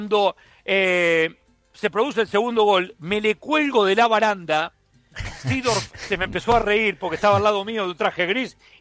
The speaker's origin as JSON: {"language": "Spanish", "country": "Argentina", "said": "nos identifica como periodista argentino"}